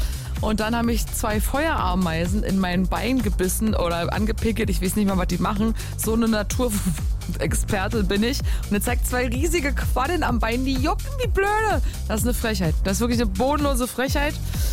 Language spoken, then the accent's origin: German; Berlin, Germany; klar, als echte Berlinerin